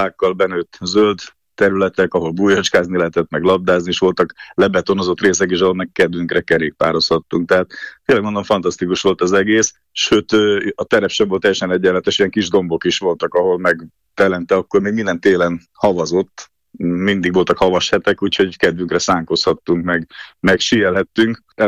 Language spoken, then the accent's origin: Hungarian; Udvard, Nitra Region, Slovakia; also born or lived in Štúrovo (Párkány); Én udvardon nevelkedtem, udvardon nőttem fel, de nem mondhatom ezt a szülőfalumnak, hiszen Párkányban születtem.